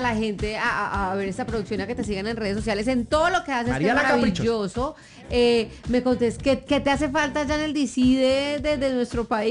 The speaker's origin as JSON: {"language": "Spanish", "country": "Colombia", "said": "historia de gente echada para adelante, que somos todos los colombianos."}